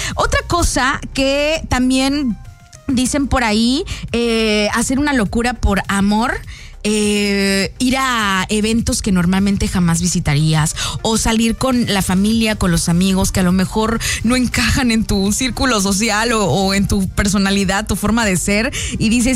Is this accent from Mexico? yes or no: yes; Mexico; y yo soy mexicana y él es coreano, o cositas así, ¿no?